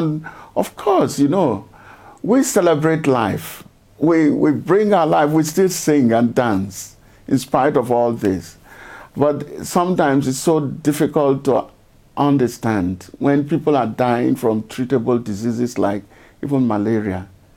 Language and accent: English; Nigeria; I'm Nigerian